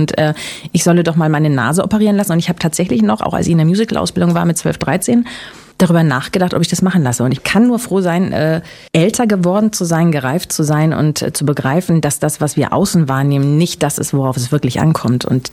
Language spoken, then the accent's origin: German; Berlin, Germany; Ja, ich bin ja Berliner.